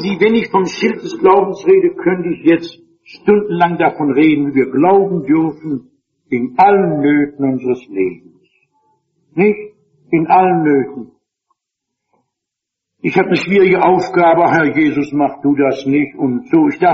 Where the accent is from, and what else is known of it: Hesse, Germany; born or raised there